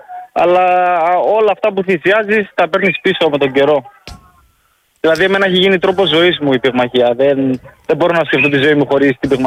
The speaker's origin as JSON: {"language": "Greek", "area": "Rhodes", "region": "South Aegean", "country": "Greece", "moved": "as an adult", "lives_now": "England, United Kingdom", "said": "γυρνάω πίσω στον τόπο μου, στην πατρίδα μου"}